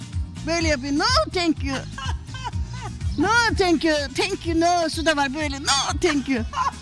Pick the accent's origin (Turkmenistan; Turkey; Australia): Turkey; Bodrum, Muğla; Evet, Bodrum yerlisiyim.